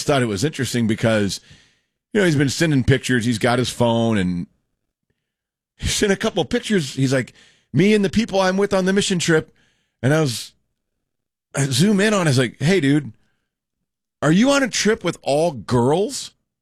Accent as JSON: {"language": "English", "town": "Rockwall", "region": "Texas", "country": "United States", "tie": "born or raised there", "said": "I grew up, as everybody knows, I grew up in Rockwall."}